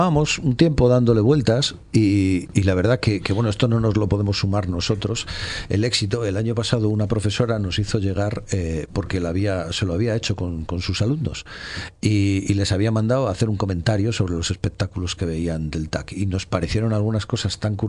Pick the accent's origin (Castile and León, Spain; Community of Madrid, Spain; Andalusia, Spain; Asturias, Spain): Castile and León, Spain; somos una comunidad donde la calle nos permite una franja de estacionalización temporal muy restringida por nuestra climatología. No somos Levante, no somos Canarias ni Andalucía